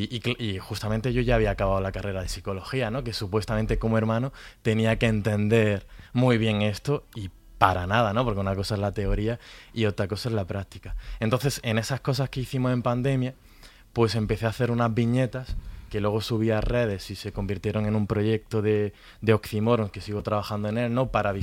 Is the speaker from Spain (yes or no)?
yes; Granada, Andalusia, Spain; Yo soy de Granada, ¿no?